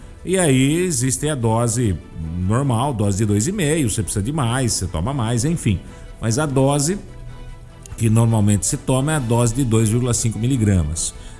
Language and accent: Portuguese; Brazil; a gente é brasileiro